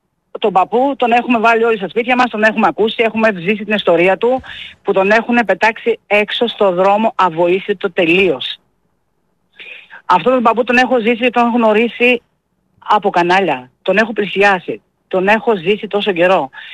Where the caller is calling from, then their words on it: Greece; Και εγώ σαν Ελληνίδα που είμαι